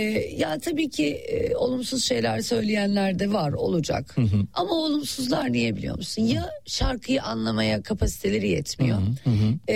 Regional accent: Trabzon, Turkey; Ve biz de Karadenizliyiz biliyorsun. Baba tarafından evet. Trabzonluyuz.

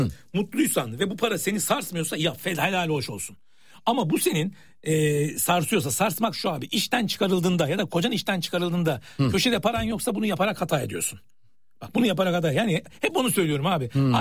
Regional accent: Istanbul, Turkey; Balkan göçmeniyiz biz, çok çok eski İstanbulluyuz. 8 jenerasyon.

